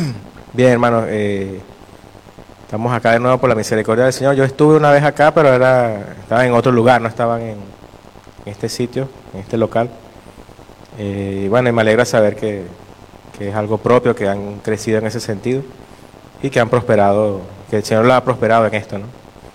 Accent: Venezuela; moved away; yo soy venezolano, del país de donde yo vengo

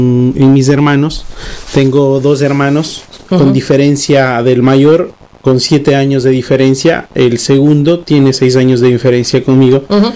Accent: Quito, Pichincha, Ecuador; soy de Quito y de Ecuador. Quito es la capital del Ecuador.

